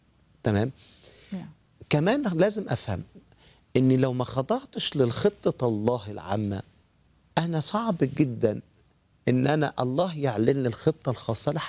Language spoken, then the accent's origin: Arabic; Egypt; زي ما عندنا في مصر